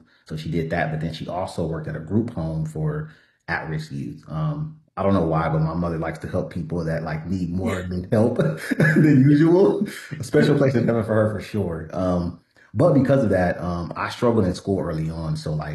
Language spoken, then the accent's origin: English; Los Angeles, California, United States; I grew up in South Central LA, first college generation of graduate.